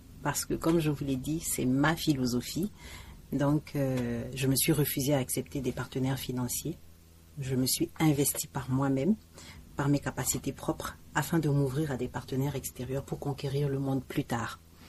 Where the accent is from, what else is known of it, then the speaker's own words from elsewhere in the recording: Burkina Faso; now in Togo; En tant que Burkinabé résident au Togo